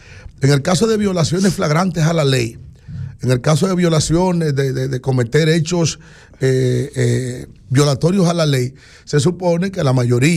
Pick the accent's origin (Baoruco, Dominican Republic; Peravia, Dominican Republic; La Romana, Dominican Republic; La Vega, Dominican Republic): Baoruco, Dominican Republic; Villa Jaragua; en mi pueblo, Villajaragua.